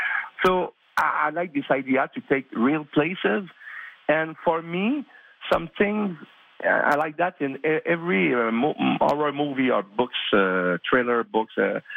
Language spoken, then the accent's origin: English; Drummondville, Quebec, Canada; Drummondville is my hometown. I was born in Drummondville. I grew up in Drummondville. And it's a quiet town.